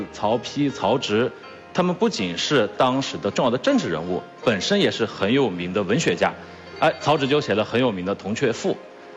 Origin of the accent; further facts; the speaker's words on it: China; 因为对于我们中国人来讲